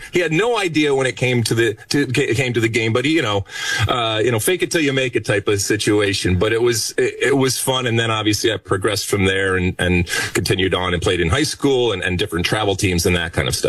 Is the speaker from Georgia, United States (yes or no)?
no; Michigan, United States; growing up in Michigan, I actually played as much and at times even more hockey growing up because it's the law there.